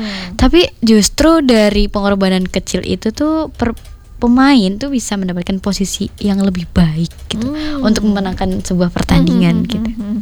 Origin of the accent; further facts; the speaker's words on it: Ngawi, East Java, Indonesia; also born or lived in Madiun; Merantau, kan aku asalnya Ngawi nih, Kak. Nah, aku merantau ke Madiun.